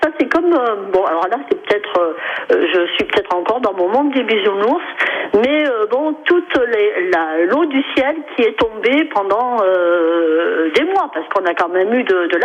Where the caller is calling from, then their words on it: Morestel, Auvergne-Rhône-Alpes, France; Voilà, je suis de Morestel, oui.